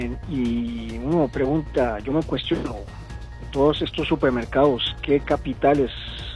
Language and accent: Spanish; Desamparados, San José, Costa Rica